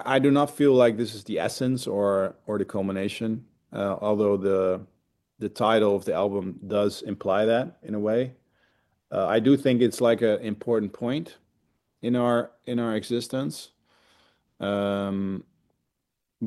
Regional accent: Netherlands; And although we sing in English, but we are from Holland, it's very a big part of who we are, of course.

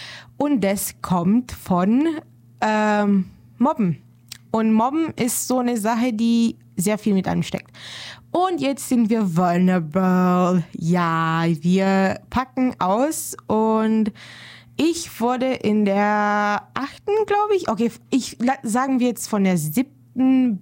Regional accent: Romania; moved away; ich komme aus dem Balkan, ich komme aus Rumänien.

